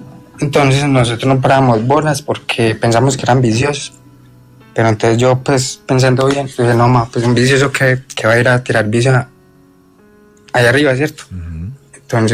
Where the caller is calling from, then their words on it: Antioquia, Colombia; Desde el municipio de Tania, Antioquia.